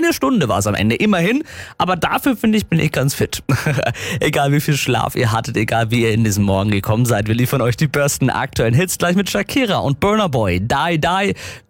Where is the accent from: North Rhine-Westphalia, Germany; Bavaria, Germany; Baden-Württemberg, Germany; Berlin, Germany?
Bavaria, Germany; Feucht; Ich komme ja aus Feucht. Ja, und da muss man dann natürlich am Kerber Mittwoch in Feucht auch dabei sein.